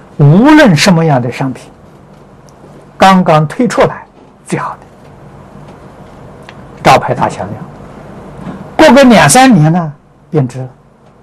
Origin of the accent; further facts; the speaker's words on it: China; 我们中国人讲的罗汉辟支佛，受持三规，具足众戒，不犯威仪，叫二乘善啊。